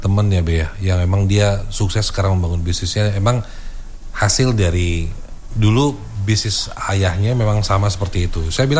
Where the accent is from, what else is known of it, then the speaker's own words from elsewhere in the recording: Bali, Indonesia; saya orang Bali asli ya